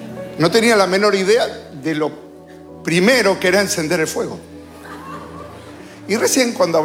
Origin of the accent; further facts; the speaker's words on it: Buenos Aires, Argentina; Me crié en la Capital Federal, así que yo nunca hice asado.